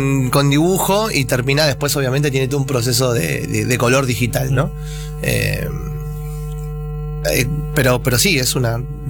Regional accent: Buenos Aires, Argentina; Yo soy de Buenos Aires.

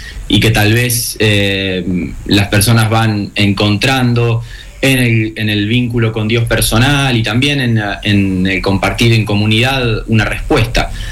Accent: Coronel Suárez, Buenos Aires Province, Argentina; now in Córdoba, Argentina; Soy de Coronel Suárez, provincia de Buenos Aires, y vivo actualmente en Córdoba.

